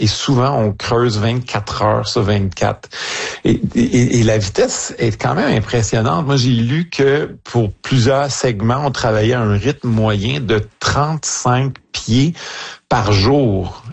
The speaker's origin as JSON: {"language": "French", "town": "Montreal", "region": "Quebec", "country": "Canada", "said": "chez nous à Montréal, c'est le maire Sarto Fournier qui est le maire de Montréal."}